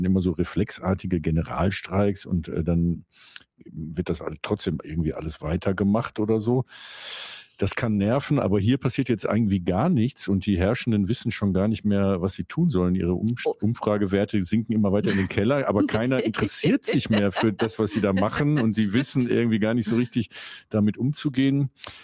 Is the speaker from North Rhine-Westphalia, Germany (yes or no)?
yes; Cologne, North Rhine-Westphalia, Germany